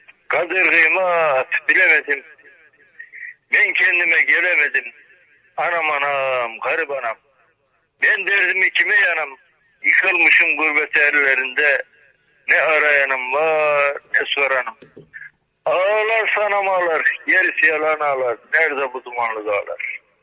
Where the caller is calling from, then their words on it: Sarıkaya, Yozgat, Turkey; Ben Tepedoğan köyündenim ya.